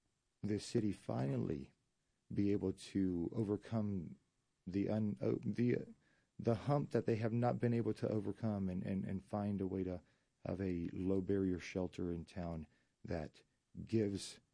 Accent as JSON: {"language": "English", "country": "Argentina", "tie": "born or raised there", "moved": "as an adult"}